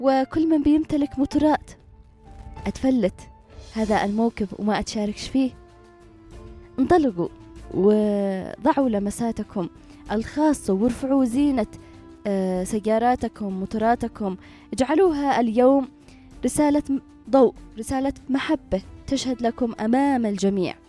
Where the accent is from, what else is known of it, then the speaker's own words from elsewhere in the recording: Yemen; بلادنا اليمنية